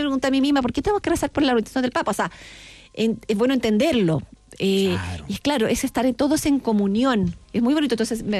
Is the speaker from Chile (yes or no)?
yes; Chile